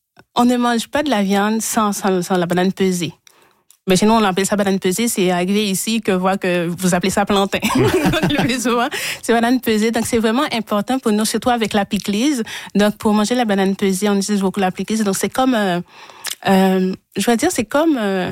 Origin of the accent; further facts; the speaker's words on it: Haiti; Chez nous, en Haïti